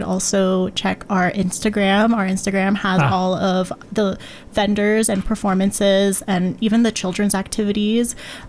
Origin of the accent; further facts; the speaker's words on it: West Coast, United States; born there; moved away as an adult; also born or lived in Philippines; now in Utah, United States; I was born in the Philippines, but I mostly lived in the West Coast